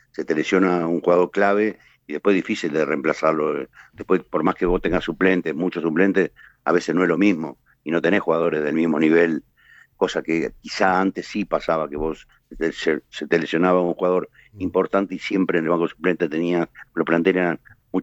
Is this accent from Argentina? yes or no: yes; Moreno, Buenos Aires Province, Argentina; Yo que soy de Moreno de toda la vida, se vivía mucho más, uno nació acá, se crió acá, y bueno, te conocía todo el mundo.